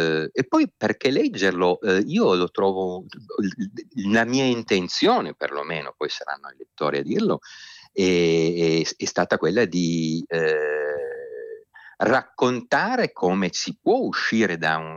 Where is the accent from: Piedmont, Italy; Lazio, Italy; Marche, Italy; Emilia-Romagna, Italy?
Piedmont, Italy; Turin; io sono torinese